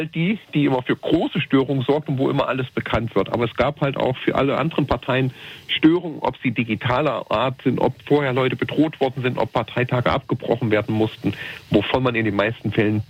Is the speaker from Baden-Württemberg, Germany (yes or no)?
no; Erfurt, Thuringia, Germany